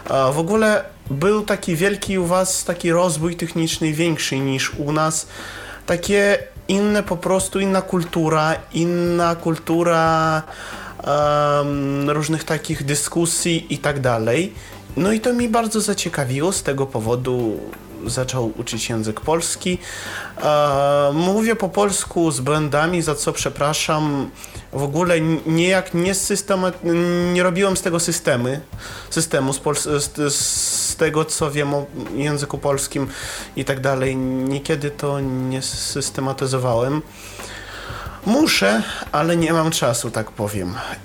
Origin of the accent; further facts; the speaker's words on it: Russia; Polish is a second language; Ja jestem Rosjaninem. Cały mój, po prostu cała moja rodzina to Rosjanie.